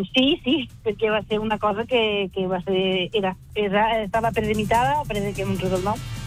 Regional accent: Catalonia, Spain; Aunque soc catalana, però soc mig valenciana. Tinc que apoyar els valencians.

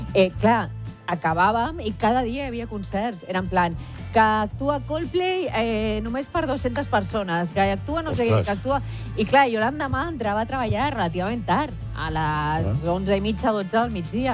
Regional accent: Barcelona, Catalonia, Spain; Sí, soc de les Corts.

